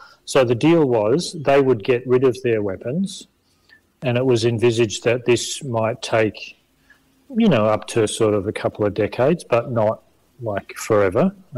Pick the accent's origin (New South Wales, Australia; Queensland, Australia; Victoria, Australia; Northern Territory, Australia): Victoria, Australia; Melbourne; also born or lived in Adelaide / Hobart; My background is German. I was born in Adelaide, but grown up in Melbourne most of my life.